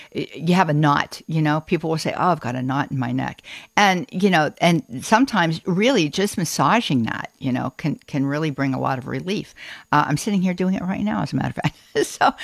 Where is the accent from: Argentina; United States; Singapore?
United States; Pittsburgh, Pennsylvania; growing up in the Pittsburgh area, we had a lot of strip mining that went on there.